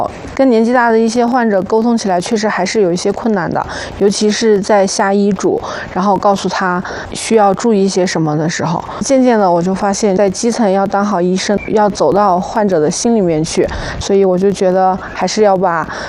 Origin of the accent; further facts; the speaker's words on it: Nyingchi, Tibet, China; 小的时候我很少回老家，就是一直都是在林芝长大的，那我就觉得这里更像我的故乡，然后就回来了